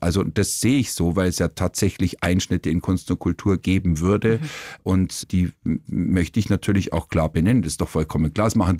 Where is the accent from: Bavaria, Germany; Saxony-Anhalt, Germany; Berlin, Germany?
Bavaria, Germany; Kaufbeuren; bin 66 geboren und ich hatte natürlich dann schon auch eben damals Schweizer Fernsehen bei uns im Allgäu in Kaufbeuren und österreichisch